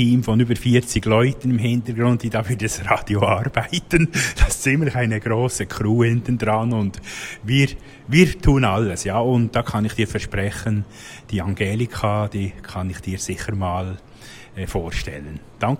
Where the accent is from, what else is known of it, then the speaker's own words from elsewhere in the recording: Bern, Switzerland; Ich als Berner, ja, für mich ist das hier nicht so geläufig, bin nicht so oft in Solothurn